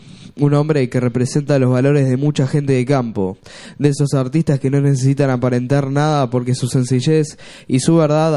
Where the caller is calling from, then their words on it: Peru; also born or lived in Argentina; además tuve la posibilidad de vivir mucho tiempo en Argentina y aprendí a querer su música y sus historias. Soy de Perú y les cuento que acá también es muy escuchado.